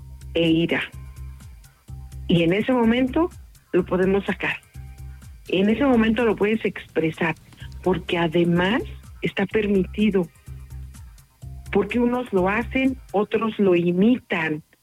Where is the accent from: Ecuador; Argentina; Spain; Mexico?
Mexico